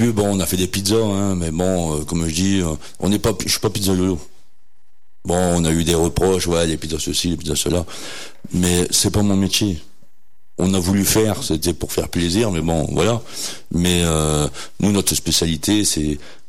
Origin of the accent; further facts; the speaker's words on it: Béthune, Hauts-de-France, France; Alors, mon épouse et moi, on vient du Nord-Pas-de-Calais, côté de Béthune.